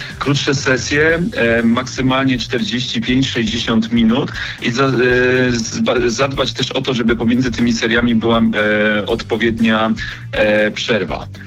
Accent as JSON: {"language": "Polish", "region": "Warmian-Masurian Voivodeship", "country": "Poland", "said": "ja pochodzę z Mazur"}